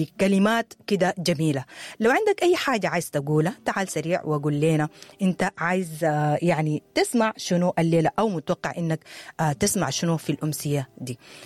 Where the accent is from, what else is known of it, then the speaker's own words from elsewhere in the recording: Sudan; أكيد ماركو بدينا المفتاح الحقيقي لحل كل المشاكل اللي مرة على بلدنا السودان،